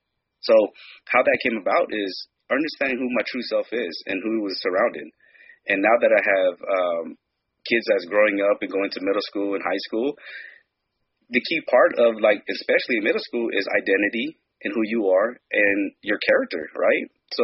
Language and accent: English; Long Beach, California, United States; Throughout my years, I was a product of my environment, growing up in California, Long Beach, California.